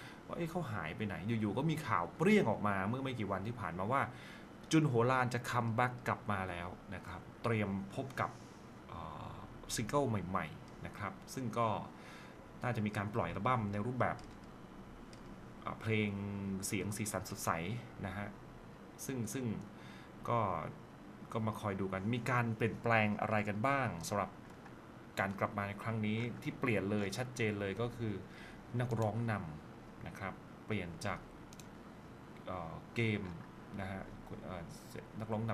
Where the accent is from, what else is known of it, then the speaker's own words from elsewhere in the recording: Phuket, Thailand; เป็นเด็กภูเก็ตเด็กใต้